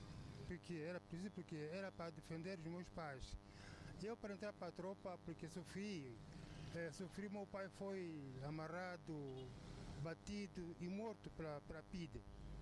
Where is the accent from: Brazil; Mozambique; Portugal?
Mozambique; Niassa; now in Nampula, Mozambique; Sim, sim, sou de Niassa.